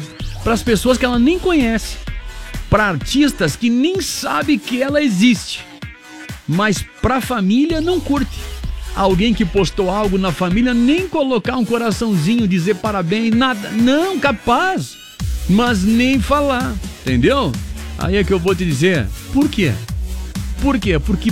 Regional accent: Brazil; nós somos brasileiros.

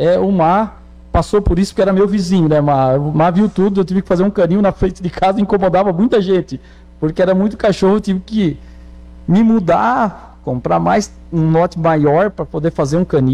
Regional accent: Maracajá, Santa Catarina, Brazil; born there; moved away; also born or lived in Goiás / Curitiba; eu nasci aqui no Maracajá, eu morei fora 3 anos em Goiás, 5 anos em Curitiba, e quando eu voltei para cá em 2014

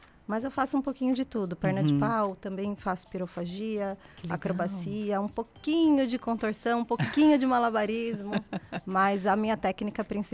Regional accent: São Paulo, Brazil; born there; moved away as an adult; also born or lived in Salvador; Eu nasci em São Paulo e com 19 anos eu fui para Salvador.

